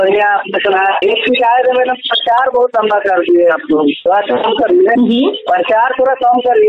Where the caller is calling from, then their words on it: Rajasthan, India; हम बोल रहे हैं राजस्थान।